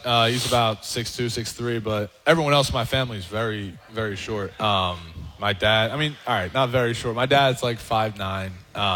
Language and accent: English; Bucks County, Pennsylvania, United States; I'm from Pensbury High School in Bucks County, PA, right around the corner.